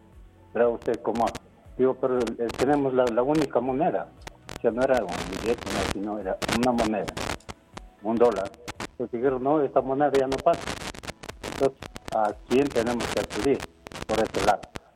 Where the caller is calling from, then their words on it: Quito, Pichincha, Ecuador; sector de Calderón.